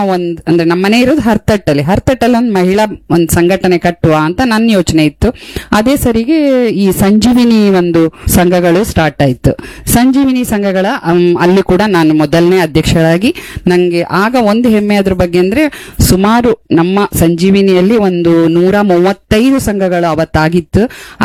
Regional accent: Raichur, Karnataka, India; moved away as an adult; also born or lived in Byndoor / Brahmavar; now in Kota, India; ನಾವು ಮೂಲತಃ ಬೈಂದೂರವರು. ಹಾ, ನಾವು ಹುಟ್ಟಿ ಬೆಳೆದಿದ್ದೆಲ್ಲ ರಾಯಚೂರು, ಮದುವೆ ಆಗಿ ಬಂದಿದ್ ವಾಪಸ್ ಬೈಂದೂರ್ಗೆ, ಆಮೇಲೆ ಮತ್ತೆ ನಾವು ಇಲ್ಲೇ ಇದ್ದಿದ್ದೀಗ ಕೋಟಕ್ ಬಂದದ್ದು.

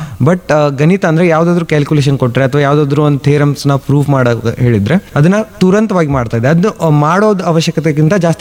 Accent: Sindholi, Karnataka, India; ನಮ್ಮ ಹುಟ್ಟೂರು ಇಲ್ಲಿ ಸಿಂಧೋಳಿ ಅಂತ, ಬೆಳಗಾವಿಯಿಂದ 10 ಕಿಲೋಮೀಟರ್ ದೂರ ಇದೆ.

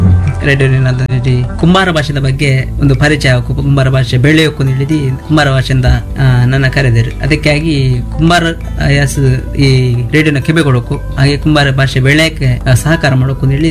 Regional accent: Bandaru, Karnataka, India; first language Kumbara language

